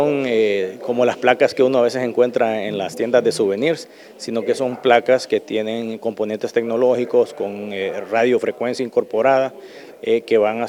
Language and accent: Spanish; Honduras